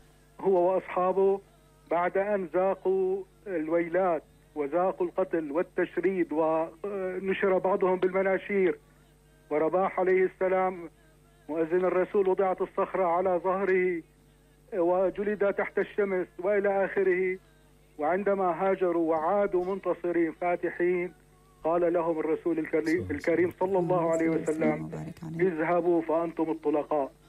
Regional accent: Syria; نحن كسوريين

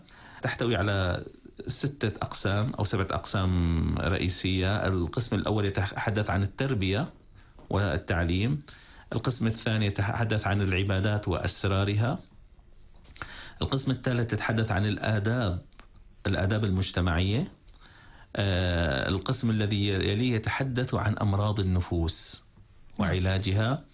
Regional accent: Syria; ونحن سوريين وطموحين.

